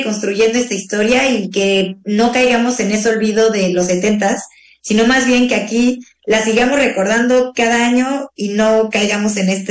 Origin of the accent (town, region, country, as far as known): Mexico